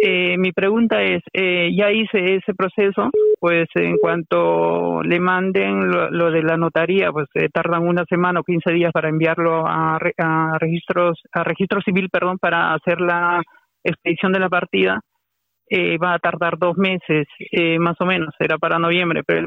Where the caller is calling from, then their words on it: Madrid, Community of Madrid, Spain; Me comunico de Madrid.